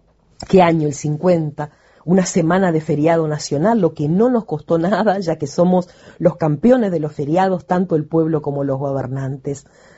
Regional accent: Uruguay; en mi país, la Suiza de América

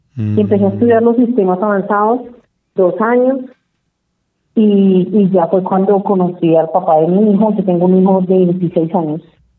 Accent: Bogotá, Colombia; Siempre he vivido en ese barrio, en mi barrio natal.

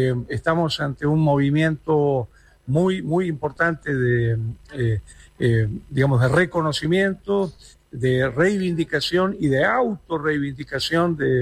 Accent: Buenos Aires, Argentina; vengo de Buenos Aires, de Argentina, profesor de la Universidad de Buenos Aires

